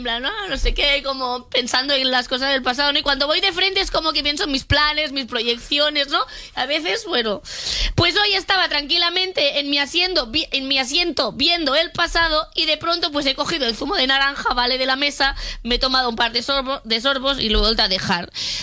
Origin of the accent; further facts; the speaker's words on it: Catalonia, Spain; como persona catalana esto me